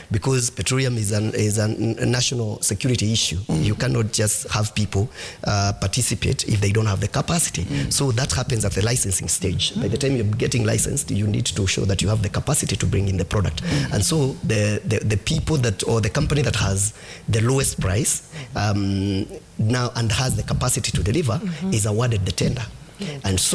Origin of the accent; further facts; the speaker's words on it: Kirinyaga County, Kenya; Kirinyaga, I come from Kangaita village.